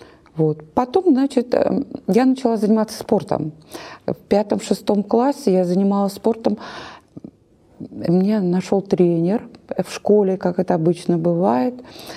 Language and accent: Russian; Nizhny Novgorod, Nizhny Novgorod Oblast, Russia; я родилась в Нижнем Новгороде, здесь.